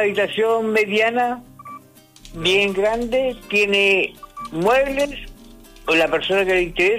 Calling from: Copiapó, Atacama, Chile; De Copiapó, don Jacobo.

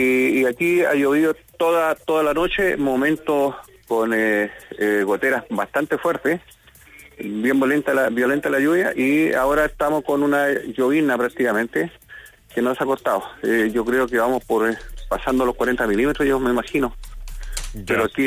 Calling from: Vallenar, Atacama, Chile; de Vallenar.

